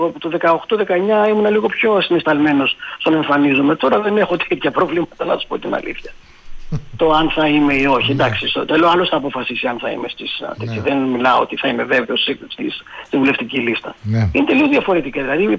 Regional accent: Kastoria, Western Macedonia, Greece; moved away as an adult; now in Athens, Greece; Εγώ δεν έφυγα ποτέ από την Καστοριά. Πάντα ζούσα στην Καστοριά. Έχω τη μητέρα μου, έχω τις αδερφές μου, έχω το σπίτι μου, η σύζυγός μου είναι Καστοριανή.

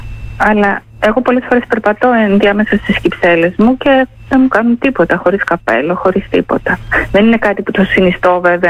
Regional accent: Artopoula, Epirus, Greece; moved away as an adult

